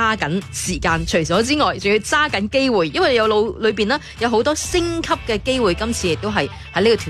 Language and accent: Cantonese; Guangdong, China; 我哋广东人